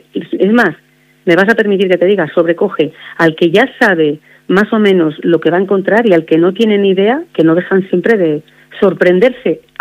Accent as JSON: {"language": "Spanish", "town": "Santiago de Compostela", "region": "Galicia", "country": "Spain", "tie": "born there", "said": "Bueno, mira, yo nací en Santiago de Compostela"}